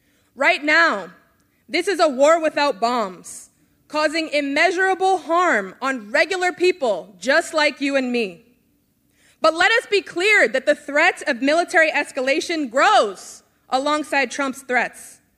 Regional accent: United States; now in Texas, United States; For those of us who grew up here in the United States

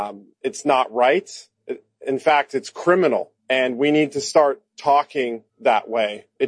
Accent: Silicon Valley, California, United States; I come from Silicon Valley and originally part of the Muwekma Ohlone.

